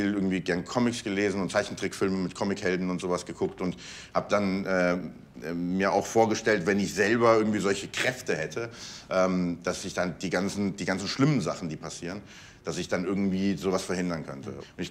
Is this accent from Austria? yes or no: no; Iran; now in Germany; Ich bin als Armenier im Iran aufgewachsen, also auch schon als Minority dort. Und dann kommst du halt nach Deutschland und hast irgendwie nochmal eine dritte Kultur, die du irgendwie lernen musst.